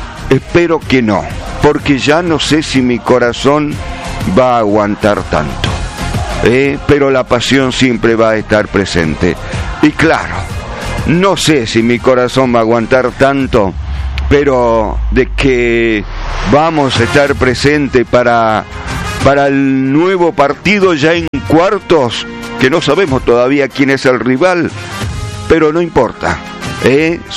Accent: Argentina

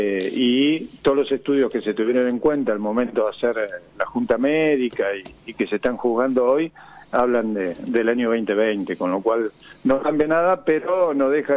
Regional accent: Argentina; Yo como argentino, imagínate, dependiendo de la familia, digo, otra vez, qué papelón.

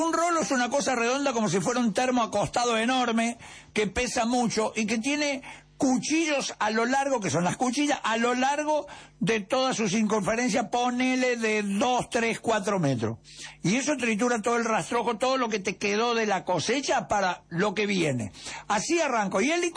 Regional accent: Argentina; oficialmente somos Argentina desde 1826

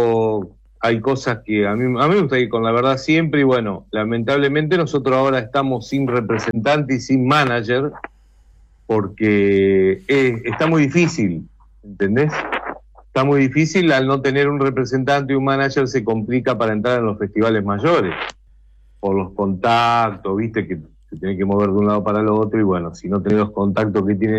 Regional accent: Morteros, Córdoba, Argentina; yo soy de una ciudad comercial industrial, y siempre recordaba a Mortero de Córdoba. Lo conocen a mi pueblo, decía

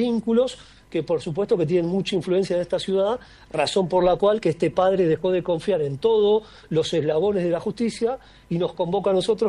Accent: Comodoro Rivadavia, Chubut, Argentina; also born or lived in San Rafael, Mendoza; now in Buenos Aires, Argentina; yo vengo de Comodoro Rivadavia y es lo mismo, me fui a trabajar a San Rafael de Mendoza

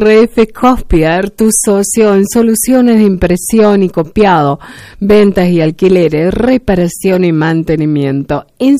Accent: Argentina; born there; Yo nací en la Argentina, gente mía. ¿Qué raza voy a tener? Del lugar donde nací.

